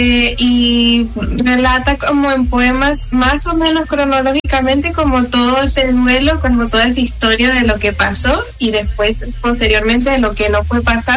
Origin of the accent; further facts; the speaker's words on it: Argentina; now in Spain; cuando yo me fui de Argentina a España hace 4 años